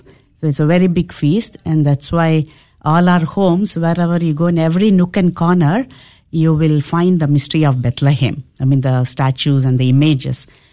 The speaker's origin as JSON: {"language": "English", "country": "India", "moved": "as an adult", "said": "I come from India"}